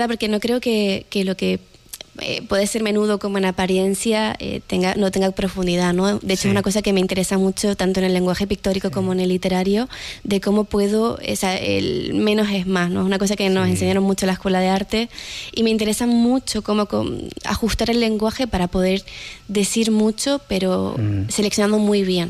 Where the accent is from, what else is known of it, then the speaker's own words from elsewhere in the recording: Canary Islands, Spain; also born or lived in Madrid; now in Lanzarote, Spain; 9 años fuera, y regresar al lugar de donde naciste y creciste, creo que siempre lleva como una reconciliación.